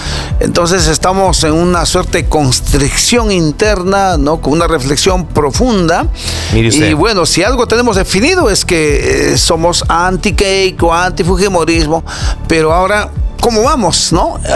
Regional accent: Andes, Peru; yo soy quechua, soy andino, amazónico

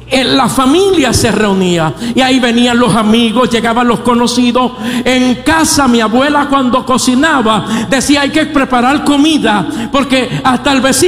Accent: Puerto Rico; He nacido en los campos de mi tierra, Puerto Rico.

